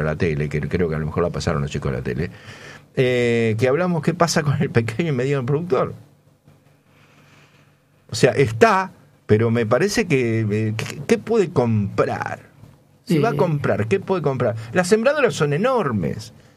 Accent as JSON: {"language": "Spanish", "country": "Argentina", "said": "nos agrandamos como argentinos"}